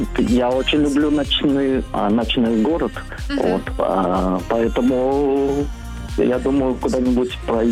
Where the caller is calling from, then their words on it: Lyubertsy, Moscow Oblast, Russia; Я из Люберец, Московская область.